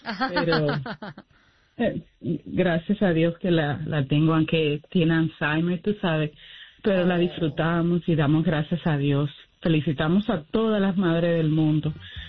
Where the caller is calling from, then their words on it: Rhode Island, United States; De Rhode Island le llamo.